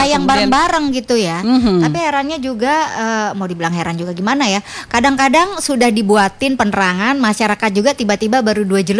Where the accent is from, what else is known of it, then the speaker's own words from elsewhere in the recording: West Nusa Tenggara, Indonesia; di salah satu dusun itu tempat kampung halaman saya baru semalam aja balik dari sana